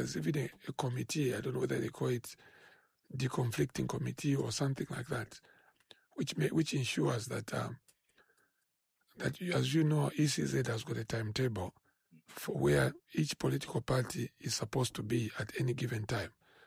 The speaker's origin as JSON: {"language": "English", "town": "Lusaka", "region": "Lusaka Province", "country": "Zambia", "tie": "born or raised there", "said": "No, son of Chawama. I was raised in Chawama. I've been in Chawama throughout my life. My family moved to Chawama in 1978 when I was just 5 years old. So I've lived in Chawama all my life. I went to Chawama Primary School from grade 1 to grade 7."}